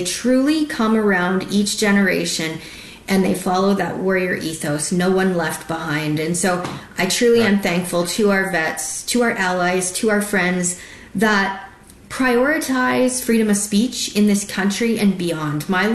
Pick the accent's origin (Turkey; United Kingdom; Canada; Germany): Canada; And I, alongside Ed the Bear from Canada, we co-host together. We're Canadian media correspondents for the show.